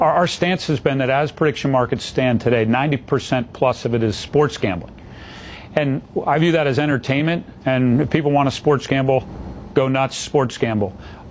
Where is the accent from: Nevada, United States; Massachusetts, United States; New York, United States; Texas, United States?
Massachusetts, United States; Boston; I grew up in the Boston, Massachusetts area.